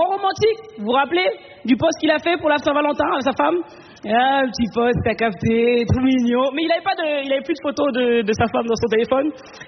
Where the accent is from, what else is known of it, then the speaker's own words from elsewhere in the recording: Cameroon; Il est camerounais, je suis camerounaise.